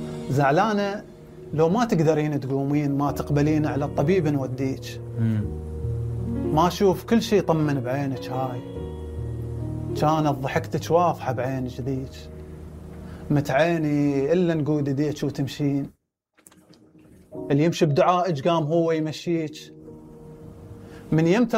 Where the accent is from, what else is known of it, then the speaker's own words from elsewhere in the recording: Kirkuk, Kirkuk Governorate, Iraq; أنا ولادتي بنفس البيت اللي هسه ساكن بيه